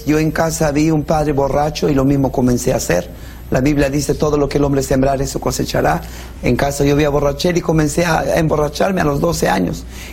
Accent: La Oroya, Junín, Peru; moved away as an adult; now in France; Yo estudiaba en el colegio en La Oroya, yo soy natural de La Oroya.

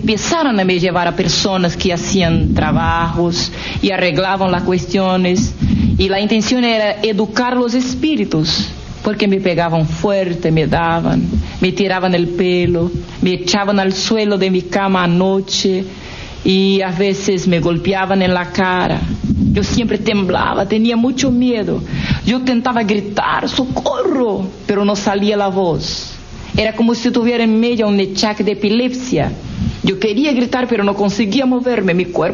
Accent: Brazil; en mi país, Brasil

